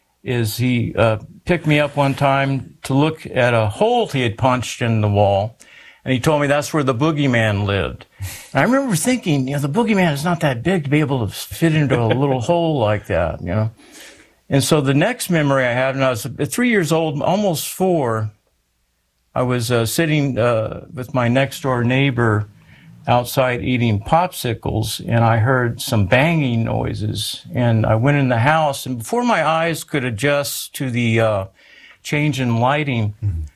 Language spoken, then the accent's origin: English; San Antonio, Texas, United States; born there